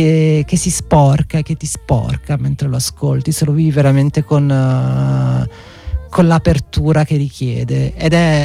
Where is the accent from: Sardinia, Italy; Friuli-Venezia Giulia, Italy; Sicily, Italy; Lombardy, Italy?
Sicily, Italy; Sono cresciuta in Sicilia, in una...